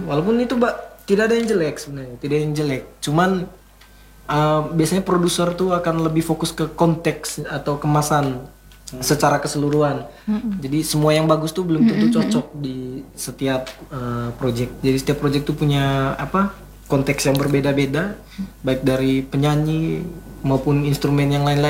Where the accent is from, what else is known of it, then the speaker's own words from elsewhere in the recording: Manggarai, East Nusa Tenggara, Indonesia; saya orang Manggarai, tapi tidak bisa saya paham bahasa Manggarai tahu.